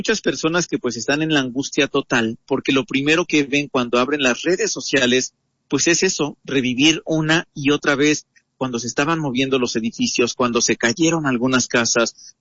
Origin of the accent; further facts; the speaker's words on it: Mexico; Porque a lo mejor ustedes dirán, bueno, somos mexicanos, no nos afecta.